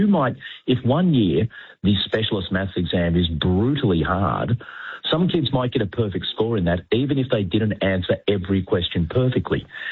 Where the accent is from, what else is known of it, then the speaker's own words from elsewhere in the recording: New South Wales, Australia; In my home state of New South Wales, you regularly hear of HSC students